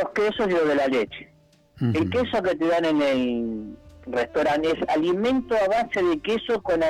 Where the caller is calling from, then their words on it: Buenos Aires, Argentina; Villa del Parque